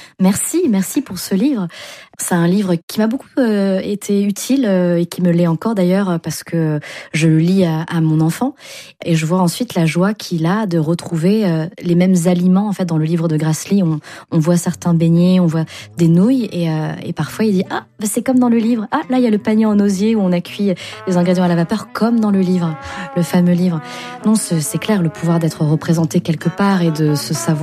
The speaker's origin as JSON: {"language": "French", "country": "France", "tie": "born there", "said": "que nos parents sont nés au Vietnam ou ailleurs, que nous on est nés en France"}